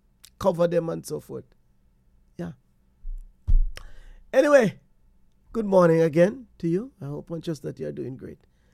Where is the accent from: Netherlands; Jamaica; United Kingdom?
Jamaica; I know we as Jamaican, you know, my grandmother, you know, wake up this time of the morning.